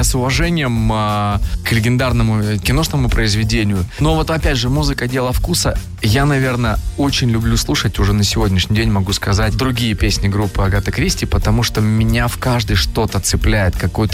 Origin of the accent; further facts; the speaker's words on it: Chelyabinsk, Chelyabinsk Oblast, Russia; Я из Челябинска, они из Екатеринбурга, да.